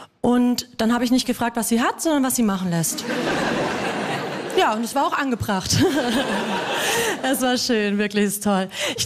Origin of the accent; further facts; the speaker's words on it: Würzburg, Bavaria, Germany; now in Munich, Germany; Ich komme aus Würzburg, aber ich bin tatsächlich vor 10 Jahren nach München gezogen